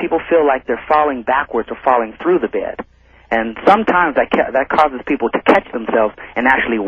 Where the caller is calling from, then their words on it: Los Angeles, California, United States; I'm from Los Angeles myself.